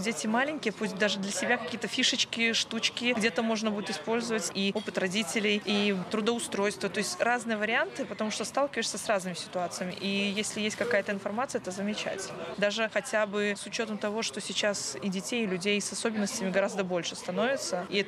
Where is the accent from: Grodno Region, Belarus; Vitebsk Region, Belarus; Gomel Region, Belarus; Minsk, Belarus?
Grodno Region, Belarus; Grodno; я из Гродно, работаю педагогом-психологом в детском саду.